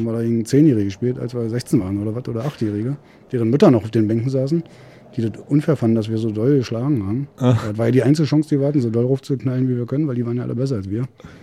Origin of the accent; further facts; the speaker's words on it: Berlin, Germany; Ja, ich bin dann von Lichtenberg nach Hellersdorf umgezogen, Platte zu Platte.